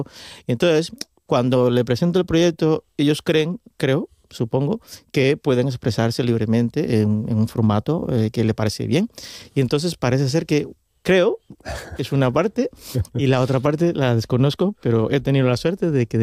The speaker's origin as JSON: {"language": "Spanish", "country": "Cuba", "tie": "born or raised there", "moved": "yes", "lives_now": "Spain", "said": "Yo nativo soy de Cuba."}